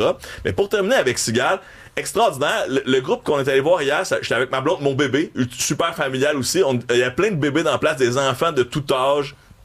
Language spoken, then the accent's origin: French; Montreal, Quebec, Canada; moi, je viens de l'Est de Montréal.